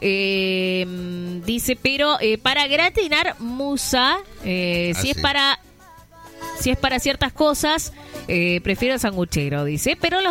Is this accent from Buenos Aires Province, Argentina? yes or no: no; Rosario, Santa Fe, Argentina; Hola, buen día. … de Rosario.